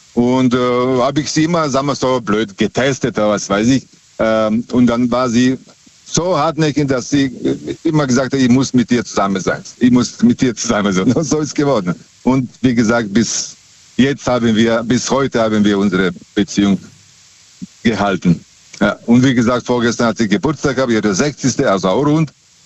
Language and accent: German; Serbia; ich komme aus Serbien, und ich habe damals am Busbahnhof gearbeitet